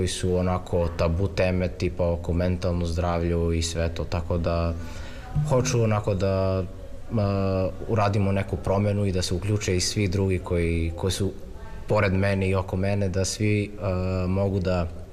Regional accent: North Macedonia

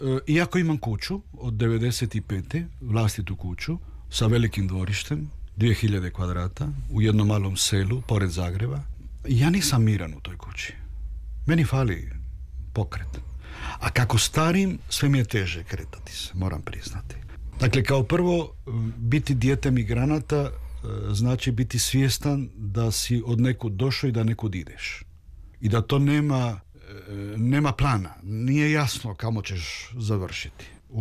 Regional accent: Argentina; Hodam po Beogradu i osjećam se doma. Nešto nevjerojatno, ali to je zato što dolazim iz Argentine, iz jedne multikulti zemlje

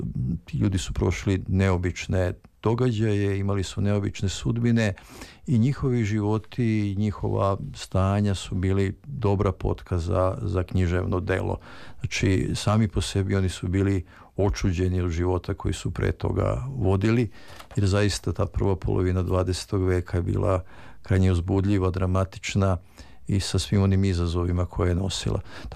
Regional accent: Vojvodina, Serbia; u mom selu, u kojem sam odrastao, u Banatu, kolonističkom selu

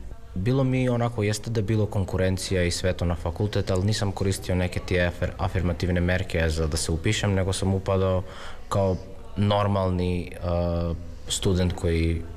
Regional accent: North Macedonia

